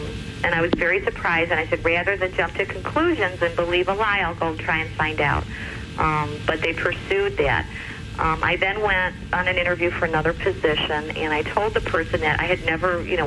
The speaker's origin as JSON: {"language": "English", "town": "Chicago", "region": "Illinois", "country": "United States", "said": "Sister, I'm from Chicago. Mm-hmm. We're a suburb of Chicago."}